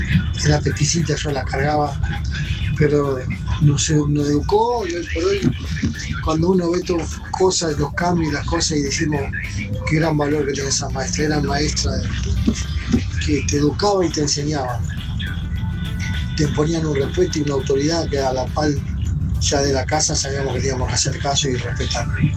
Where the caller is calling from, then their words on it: Casanova, Buenos Aires Province, Argentina; de Casanova o de Los Aires.